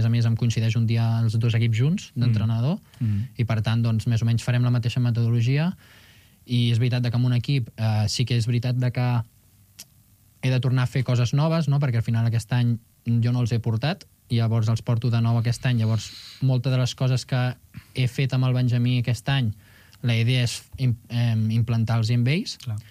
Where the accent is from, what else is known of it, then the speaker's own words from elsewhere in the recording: Arenys, Catalonia, Spain; now in Lleida, Spain; tinc alguna cosa més d'Arenys allà a l'habitació, que al final també em recorda d'on soc, quin és el meu origen